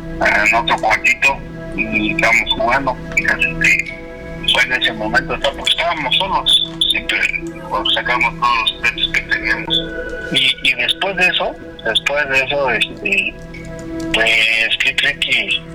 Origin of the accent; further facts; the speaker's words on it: Mexico City, Mexico; Mi abuelito nos llevaba a las luchas aquí a la colisa, aquí, pero nosotros somos aquí de Tepito.